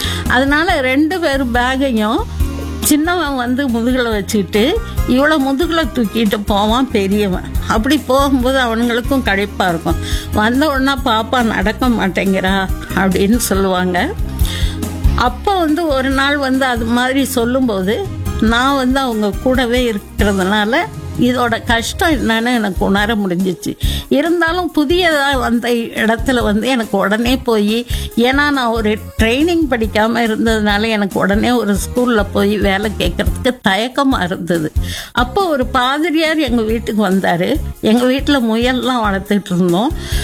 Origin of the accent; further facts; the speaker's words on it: Madurai, Tamil Nadu, India; born there; நான் படித்த பள்ளிக்கூடம் வந்து send Joseph's higher secondary school, அதில் தான் நான் படிச்சுட்டு இருந்தேன். சென்ட் ஜோசப்ஸ் மதுரையில் இருக்குது.